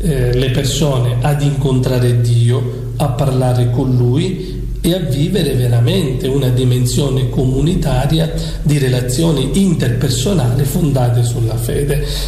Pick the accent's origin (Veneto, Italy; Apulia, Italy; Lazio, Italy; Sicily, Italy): Sicily, Italy; Acireale; now in Patti, Italy; io provengo dalla diocesi di Acireale, ci sono parrocchie anche grosse, 12.000, 11.000 abitanti